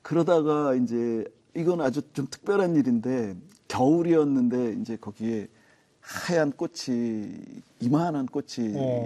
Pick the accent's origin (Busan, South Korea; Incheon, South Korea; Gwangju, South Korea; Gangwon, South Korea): Incheon, South Korea; 저도 인천에서 태어나서 인천에서 쭉 자랐거든요.